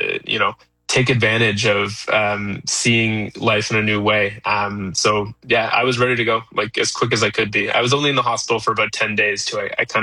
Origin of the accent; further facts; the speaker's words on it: Canada; I'm born and raised in Canada.